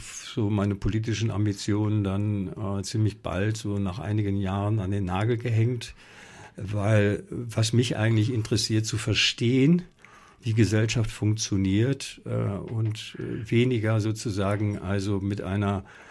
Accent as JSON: {"language": "German", "town": "Iserlohn", "region": "North Rhine-Westphalia", "country": "Germany", "tie": "born there", "said": "Ja, Iserlohn. Iserlohn, das ist in Südwestfalen, 100.000 Einwohner."}